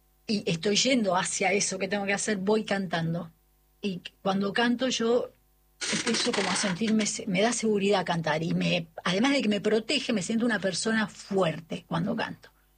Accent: Rosario, Santa Fe, Argentina; moved away

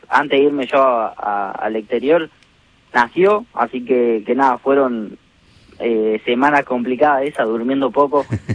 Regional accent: Santo Tomé, Santa Fe, Argentina; yo soy de Santo Tomé

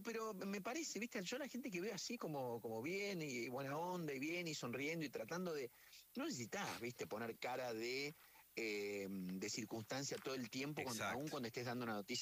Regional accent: Córdoba, Argentina; born there; No nací en Rafaela.

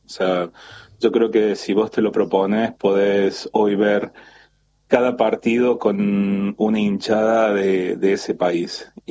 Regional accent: Argentina; moved away as an adult; now in Toronto, Canada; Somos muchos argentinos, muchísimos, más acá también en Toronto, en lo que es Ontario.

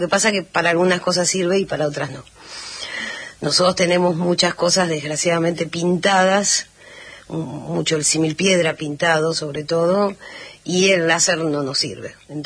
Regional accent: Italy; Spanish is a second language; soy italiana, tengo la doble ciudadanía, así que Italia me tira, digamos, con respecto a la sangre.

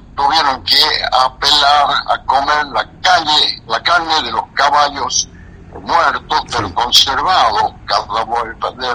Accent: Vinchina, La Rioja, Argentina

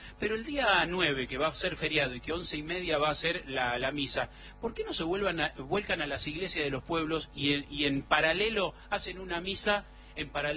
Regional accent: Argentina; Pero no somos, somos bravos los argentinos.

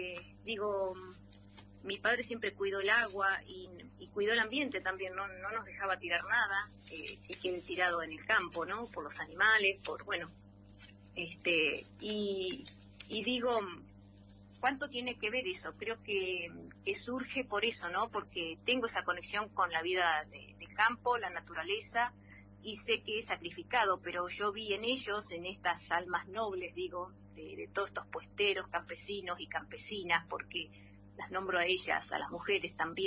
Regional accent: Santa Rosa, La Pampa, Argentina; now in Ataliba Roca, Argentina; yo debía la visita a mi pueblo, es decir, yo soy santarroseña, pero hace más de 30 años que vivo en Ataliba Roca. Estamos a 45 kilómetros al sur de la ciudad capital.

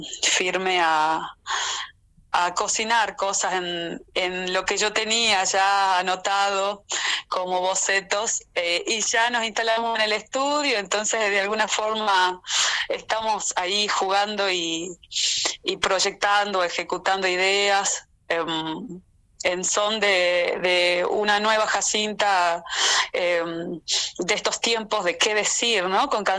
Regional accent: Cafayate, Salta, Argentina; Yo soy de Cafayate

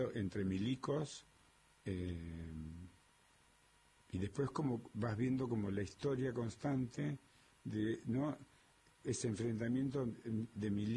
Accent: Tostado, Santa Fe, Argentina; also born or lived in Santo Tomé, Santa Fe / Villa Carlos Paz, Córdoba; Primero yo nací en Tostado, de Tostado nos fuimos a Santo Tomé, Santa Fe.

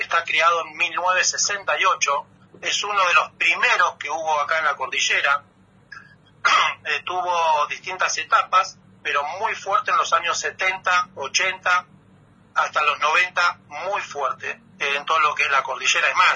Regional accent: Mar del Plata, Buenos Aires Province, Argentina; moved away; yo soy de Mar del Plata y vine a este lugar a vivir en paz.

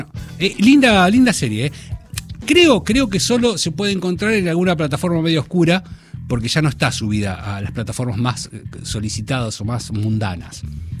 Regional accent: Bahía Blanca, Buenos Aires Province, Argentina; Bueno, me voy a detener en mi terruño, permítanme, de pie. Voy a hablar de Bahía Blanca.

